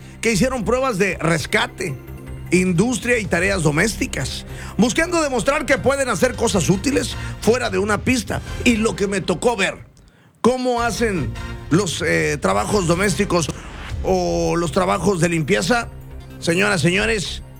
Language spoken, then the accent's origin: Spanish; Mexico; todos los que somos mexicanos. Hoy es nuestra independencia